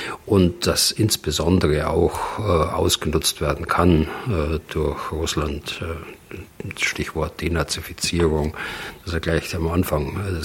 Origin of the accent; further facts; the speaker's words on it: West Germany, Germany; bei uns in Westdeutschland, wo ich groß geworden bin